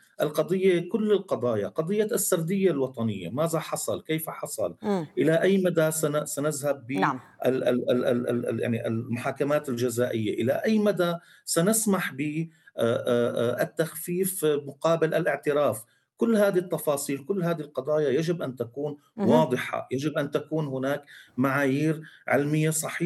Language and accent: Arabic; Syria; هذا الأمر كلياته يعني بخلي فيه قلق عنا كسوريين وكضحايا أيضا، نحن يعني ضحايا بالنهاية.